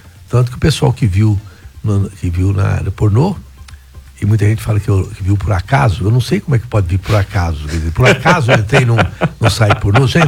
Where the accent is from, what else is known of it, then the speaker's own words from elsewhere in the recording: Brazil; nós brasileiros